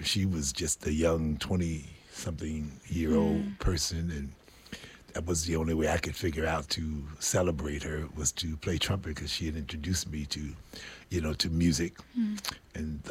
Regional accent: Harlem, New York, United States; Harlem is where I grew up. That's where I spent the first 16 years of my life growing up in Harlem. Yeah. And then we moved, the family moved down to the Lower East Side. So I spent a lot of time in Manhattan. I'm a Manhattan person.

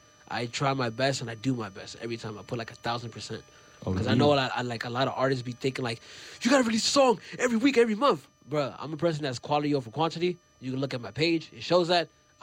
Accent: New York City, New York, United States; Even though I'm from New York City and I follow that whole trait and all that stuff, that is not who I am.

